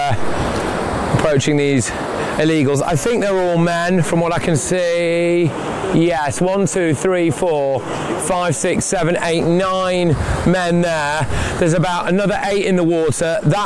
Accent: United Kingdom; We are British journalists operating in an allied country, and they want to get rid of us.

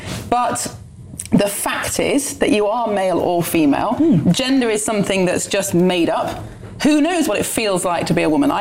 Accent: Sheffield, Yorkshire and the Humber, United Kingdom; born there; But I can't change my birth certificate that says I was born in Bordeaux. I was born in Sheffield. Can't rewrite history.

